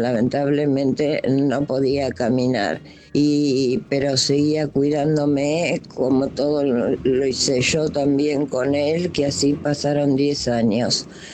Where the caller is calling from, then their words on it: Buenos Aires, Argentina; de Flores.